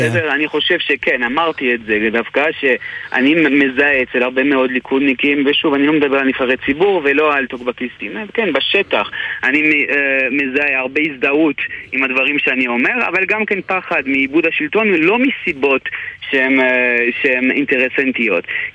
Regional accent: Canada; now in Israel; אני קנדי מנומס

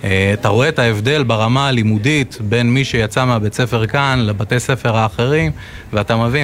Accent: Kiryat Shmona, Northern District, Israel; born there; moved away as an adult; also born or lived in Modi'in / Tel Aviv / Holon; now in Metula, Israel; אני במקור מקריית שמונה.

